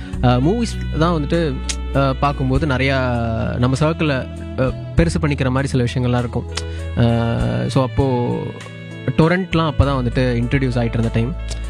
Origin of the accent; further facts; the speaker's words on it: Tiruppur, Tamil Nadu, India; என்னோட சொந்த ஊர் திருப்பூர். நான் LKG-லேருந்து 12th ஸ்டாண்டர்ட் வரைக்கும் ஒரு சின்ன டவுன்லேயே வளர்ந்ததுனால